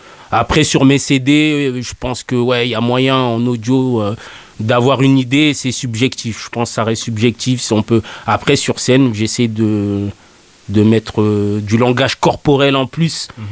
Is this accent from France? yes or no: yes; France; born there; je suis né en France, je me sens français